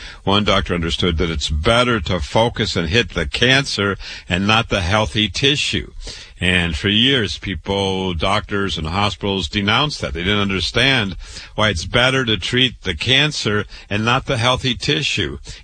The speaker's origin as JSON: {"language": "English", "town": "Waterloo", "region": "Iowa", "country": "United States", "tie": "born or raised there", "said": "I was born and raised in Waterloo, Iowa."}